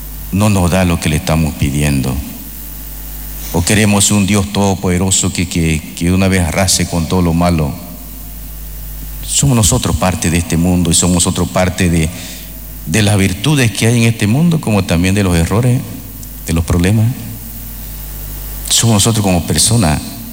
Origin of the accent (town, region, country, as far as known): Bolivia